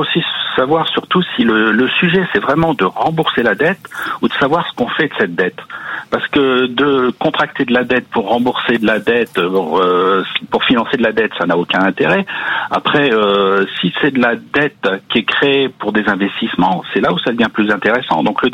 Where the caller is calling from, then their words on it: Chaumont, Grand Est, France; de Chaumont en Haute-Marne.